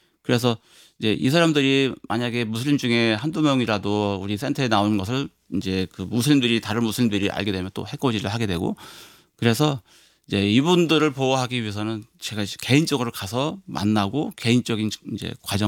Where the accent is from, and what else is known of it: South Korea